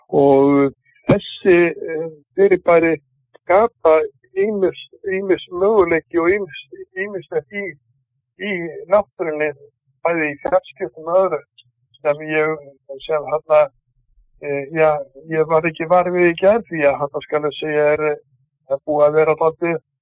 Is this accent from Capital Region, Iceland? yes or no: no; Vestmannaeyjar, Southern Region, Iceland; Ég var út í átti, eða ég fattur upp hann út í Vestmannaeyjum